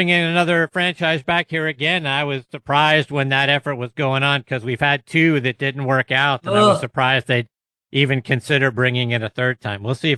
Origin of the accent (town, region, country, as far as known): Pittsburgh, Pennsylvania, United States